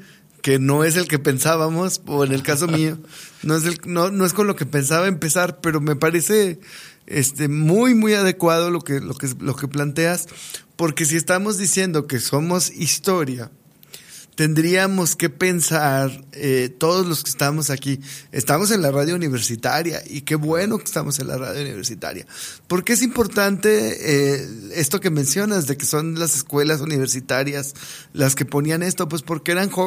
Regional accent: Mexico

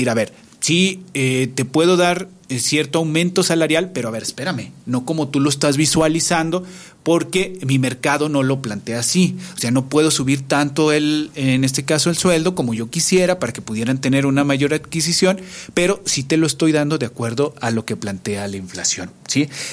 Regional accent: Mexico; como mexicanos tenemos una muy buena proyección para hacer negocios

